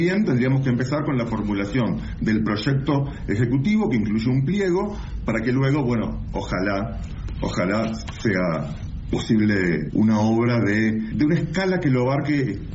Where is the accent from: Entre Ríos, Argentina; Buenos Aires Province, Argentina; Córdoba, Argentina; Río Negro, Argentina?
Río Negro, Argentina; Bariloche; also born or lived in Buenos Aires; now in Tilcara, Argentina; soy de Bariloche, estudié en Buenos Aires y hace unos 20 años que vivo por acá, aproximadamente. Uh-huh. Así que en mi corazón ya soy totalmente jujeño.